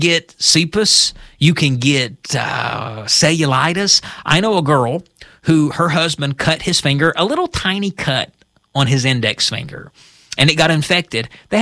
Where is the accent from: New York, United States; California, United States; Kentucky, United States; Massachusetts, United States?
Kentucky, United States; Raise your hand if you survived that growing up in Eastern Kentucky. I did.